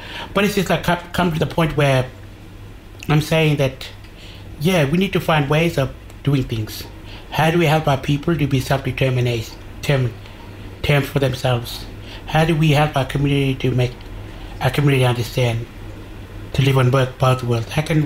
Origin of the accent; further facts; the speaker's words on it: Tiwi Islands, Northern Territory, Australia; I come from the Tiwi Islands, and I'm Walpri, Mix, Macharat, Almajiri, Kurinji, Ngarang, And you know, a big tribe everywhere, mixed with everything.